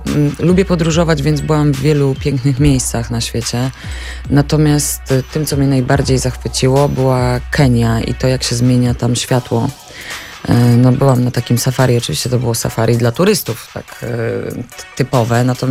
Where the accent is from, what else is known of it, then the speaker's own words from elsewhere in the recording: Olsztyn, Warmian-Masurian Voivodeship, Poland; Od dziecka jestem olsztynianką rodowitą. Tam mamy 11 jezior w obrębie miasta.